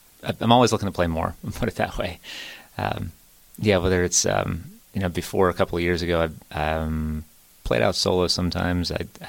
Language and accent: English; Pittsburgh, Pennsylvania, United States; now in Dormont, United States; Brookline is the first area. I'm in Dormont now, but yeah.